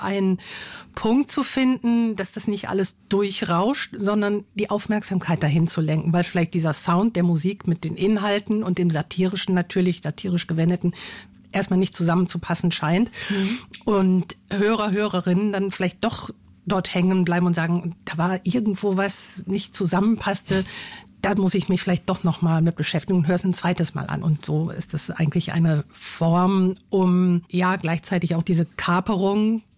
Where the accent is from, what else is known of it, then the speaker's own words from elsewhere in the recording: western Germany, Germany; weil ich komme aus dem Westen und habe diese Assoziation zunächst nicht so gehabt. Wenn man da nicht mit aufwächst, ist diese Ebene einem interessanterweise auch nicht sofort zugänglich.